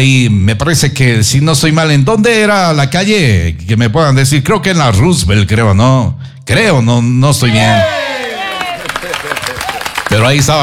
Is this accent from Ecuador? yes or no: yes; Ecuador; now in United States; Somos ecuatorianos